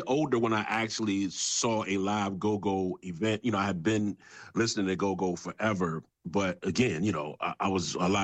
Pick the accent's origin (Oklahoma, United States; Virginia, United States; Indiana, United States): Virginia, United States; Richmond; Well, you know, I grew up in Richmond, and some of the earliest